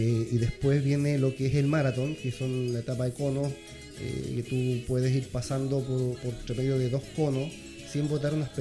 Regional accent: Longaví, Maule, Chile; Siempre donde voy digo que soy longaviano, chileno de Longaví, mis raíces siempre han sido Longaví, así que siempre con mi pueblo encima, siempre nombrando a mi pueblo donde quiera que vaya. Longaví está en mi corazón y siempre voy ahí.

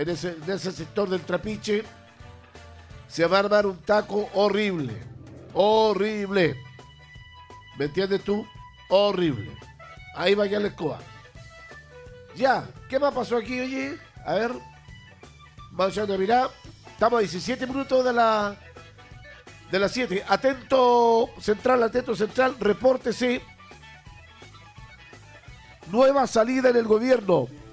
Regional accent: Santiago, Santiago Metropolitan Region, Chile; now in Rancagua, Chile; Estoy en Ancagua, en Callejones, soy de Santiago.

